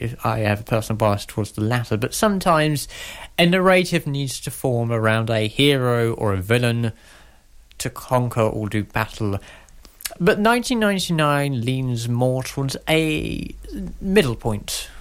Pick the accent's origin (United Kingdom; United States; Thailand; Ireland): United Kingdom; You can tell I'm British